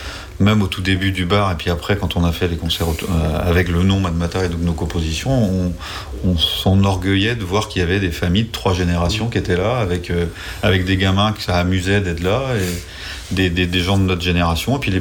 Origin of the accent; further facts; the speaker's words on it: Brittany, France